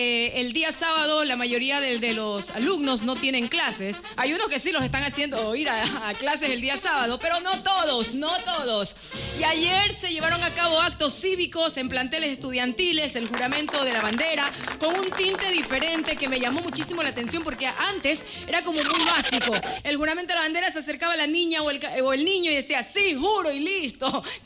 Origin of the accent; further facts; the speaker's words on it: Ecuador; born there; decir que nací en Ecuador.